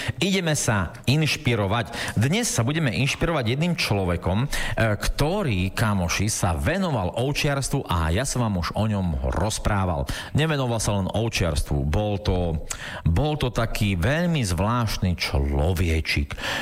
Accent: Bardejov, Prešov Region, Slovakia; born there; ja som sa narodil v Bardejove síce, ale jedna babka bola z Potatier, druhá z Moravy, jeden detko Nemec, druhý Poliak, no jednoducho nie, nárečie je žiadne

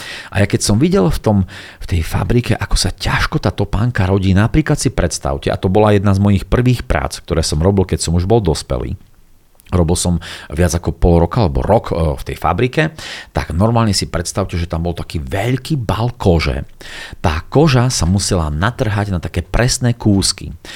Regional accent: Bardejov, Prešov Region, Slovakia; born there; som sa narodil v Bardejove. Bardejov je také malé mestečko, krásne mestečko

